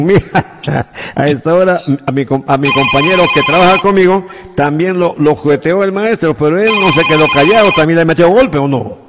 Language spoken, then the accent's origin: Spanish; Pimpingos, Cajamarca, Peru; en mi pueblo, en Pimpincos